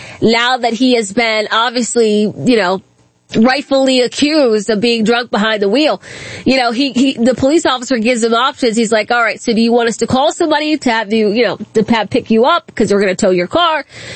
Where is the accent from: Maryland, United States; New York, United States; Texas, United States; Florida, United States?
Maryland, United States; Prince George's County; I grew up in Prince George's County.